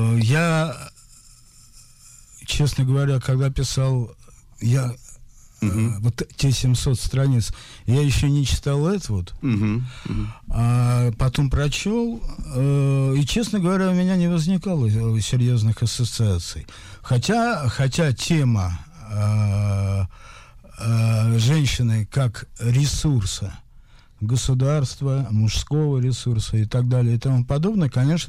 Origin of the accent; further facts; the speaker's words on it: Moscow, Russia; Я родился в Москве. Учился в замечательной второй школе, если кто знает, что это такое.